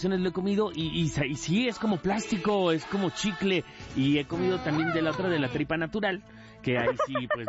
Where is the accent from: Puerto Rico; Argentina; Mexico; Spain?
Mexico